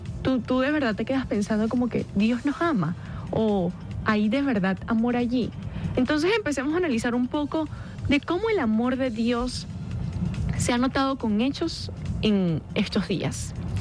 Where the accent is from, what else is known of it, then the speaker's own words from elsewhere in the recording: Venezuela; todos los venezolanos, sin importar el credo